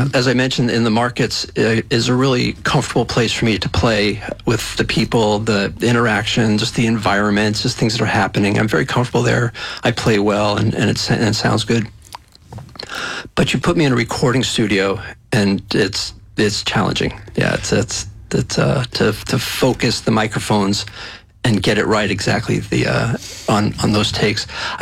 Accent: Alameda, California, United States; in Alameda, my hometown

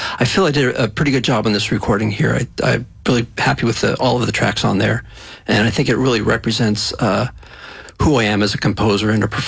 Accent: Alameda, California, United States; in Alameda, my hometown

